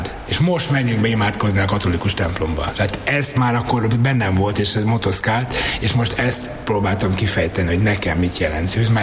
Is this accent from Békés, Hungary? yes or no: no; Makó, Csongrád-Csanád, Hungary; now in Budapest, Hungary; Amikor ide költöztem 1999-ben, édesanyám följött Makóról, mert én makói vagyok